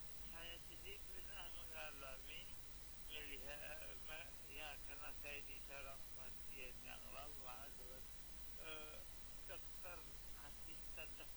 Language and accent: Indonesian; Padang, West Sumatra, Indonesia; Saya waktu itu di tempat perawatan cukup ternama di kota saya itu di Padang ya.